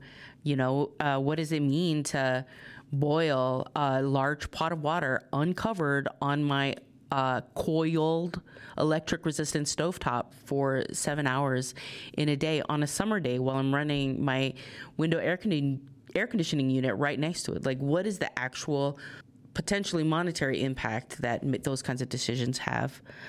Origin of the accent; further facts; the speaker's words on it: Guam; now in Burlington; I remember growing up on Guam